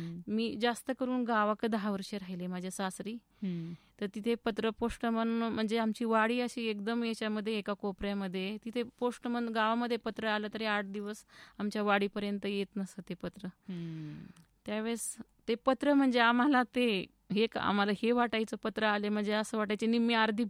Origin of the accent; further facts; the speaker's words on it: Chambudi, Maharashtra, India; also born or lived in Sarola Adwai / Parner / Pravaranagar; श्रीगोंदा तालुक्यात चांबुडी हे गाव आहे. माझं बालपण माझ्या आईच्या तिकडेच गेल्यानंतर मी मोठी झाल्यानंतर